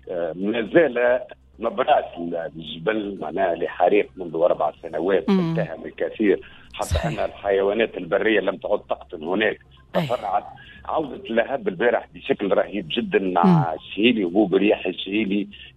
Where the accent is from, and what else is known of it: Tunisia